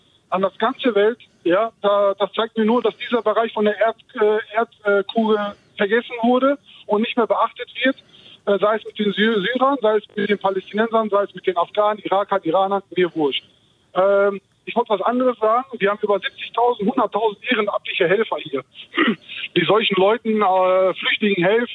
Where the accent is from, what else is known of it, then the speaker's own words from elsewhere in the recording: Turkey; now in Germany; Ich bin Türke, meine Eltern sind 76 hier hingekommen. Ja. Ja, ich bin immer noch nicht hier anerkannt, obwohl ich hier arbeite, zur Schule gehe